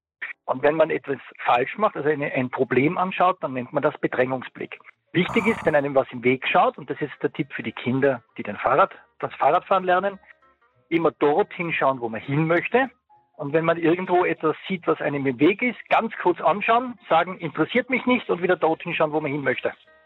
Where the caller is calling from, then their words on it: Lower Austria, Austria; Bei Wagram.